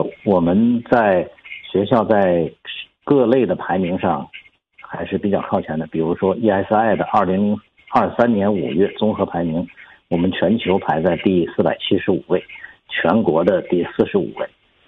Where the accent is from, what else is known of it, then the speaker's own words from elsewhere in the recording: Songyuan, Jilin, China; now in Beijing, China; 我是吉林松原人。